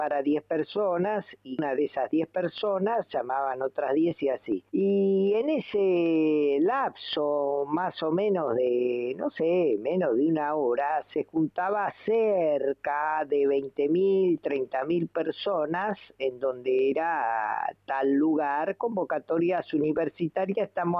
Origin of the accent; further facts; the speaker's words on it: Buenos Aires, Argentina; also born or lived in Villa Urquiza; allá en mi barrio natal, Floresta.